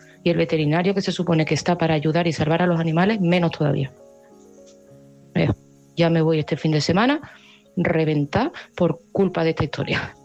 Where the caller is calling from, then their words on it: Seville, Andalusia, Spain; de Sevilla y este mensaje va para Mari Carmen.